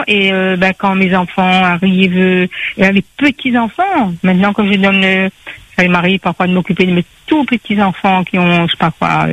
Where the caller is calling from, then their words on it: Saint-Denis, Réunion; Saint-Denis